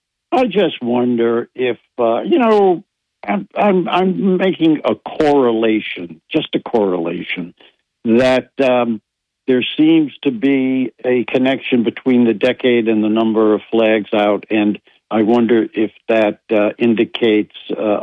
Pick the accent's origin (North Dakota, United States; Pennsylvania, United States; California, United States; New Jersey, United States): New Jersey, United States; Bayonne; I grew up back in the 50s in Bayonne, New Jersey. Wonderful little town. Well, it's not that little.